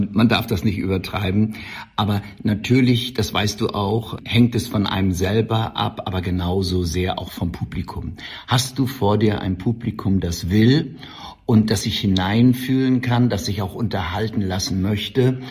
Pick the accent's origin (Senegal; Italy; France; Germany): Germany; Mecklenburg-Vorpommern; Da hätte ich auch bleiben können, aber ich wollte so gerne wieder zurück nach Mecklenburg, meine Heimat.